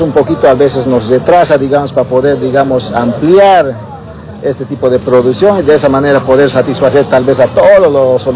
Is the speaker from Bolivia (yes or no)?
yes; Bolivia